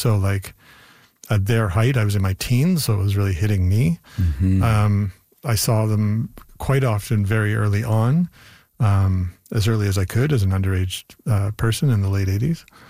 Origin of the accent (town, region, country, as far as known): Canada